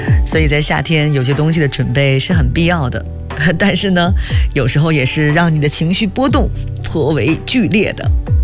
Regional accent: Northeast China, China; 另外就是对于我们东北人来说，无论什么节气，我们都一律按饺子啊，

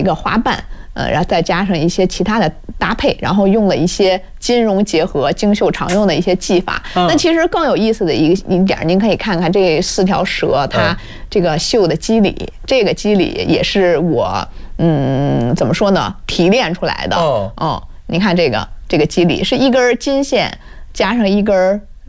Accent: China

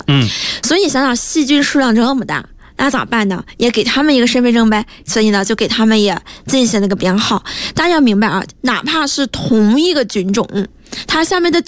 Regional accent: Zhangqiu, Shandong, China; 我是山东人哈，我家是章丘的

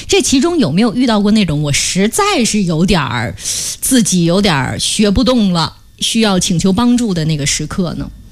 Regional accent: Northeast China, China; 尤其我是东北人，对于广东话就有天然的情结

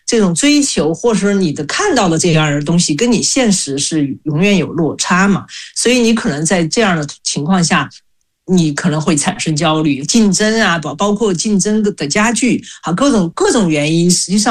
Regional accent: China; 对我们中国人来说非常的遥远哈

